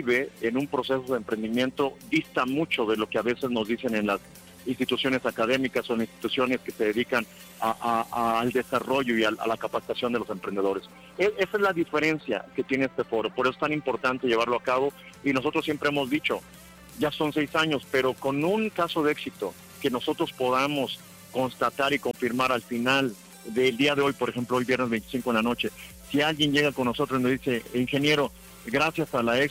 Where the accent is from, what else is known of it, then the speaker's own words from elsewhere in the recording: Mexico; de qué somos capaces los mexicanos aquí en Aguascalientes